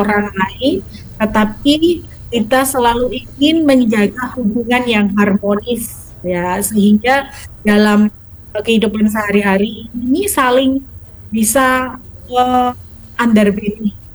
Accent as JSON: {"language": "Indonesian", "region": "Java", "country": "Indonesia", "said": "kalau kita lidahnya orang Jawa"}